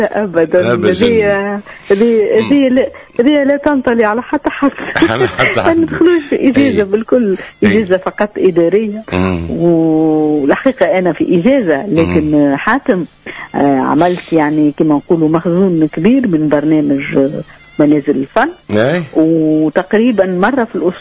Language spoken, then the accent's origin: Arabic; Sousse, Sousse Governorate, Tunisia; احنا من سوسة يعني من الساحل